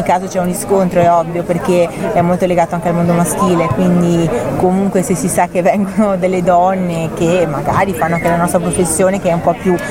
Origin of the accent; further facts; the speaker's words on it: Venice, Veneto, Italy; io sono di un'isola di Venezia, no? Sono veneziana